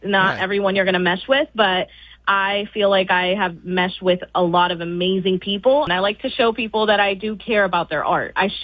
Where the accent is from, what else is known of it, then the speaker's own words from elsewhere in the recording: Puerto Rico; now in Bronx, United States; Well, I am a Puerto Rican promoter based in the Bronx. I was born in Puerto Rico, and I promote artists and businesses.